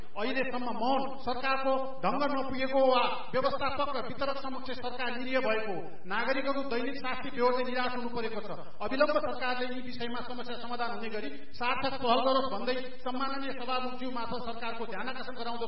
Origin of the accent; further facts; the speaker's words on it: Sudurpashchim Province, Nepal; यस्तै मेरो गृह जिल्ला कैलाली लम्पिछुवा नगरपालिका वडा नम्बर 3